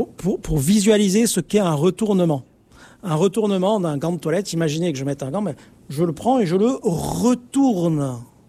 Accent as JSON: {"language": "French", "town": "Marseille", "region": "Provence-Alpes-Côte d'Azur", "country": "France"}